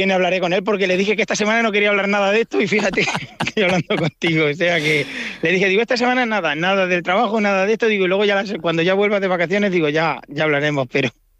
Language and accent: Spanish; Puente del Arzobispo, Castilla-La Mancha, Spain; born or raised there